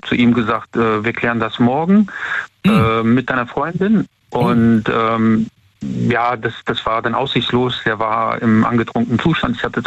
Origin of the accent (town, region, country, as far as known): Siegburg, North Rhine-Westphalia, Germany